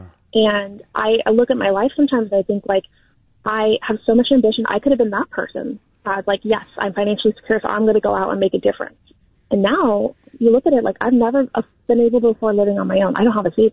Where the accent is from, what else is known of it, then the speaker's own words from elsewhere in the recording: Martinez, California, United States; I go to San Francisco, I work in Berkeley, like, I grew up in Martinez. I see the quote unquote kind of suburban normal life.